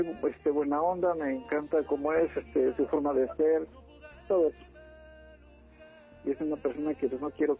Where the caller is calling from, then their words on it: Mexico City, Mexico; De aquí, de la alcaldía Álvaro Obregón, San Bartolomé, Mayalco.